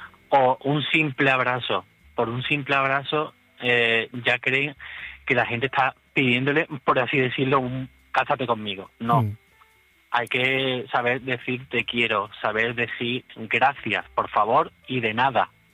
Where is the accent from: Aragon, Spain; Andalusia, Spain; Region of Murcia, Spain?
Andalusia, Spain; Cabra; Desde Cabra, Córdoba.